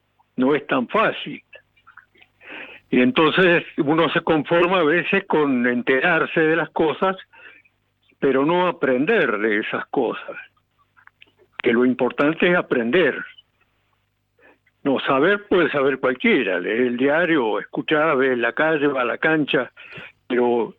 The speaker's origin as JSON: {"language": "Spanish", "country": "Argentina"}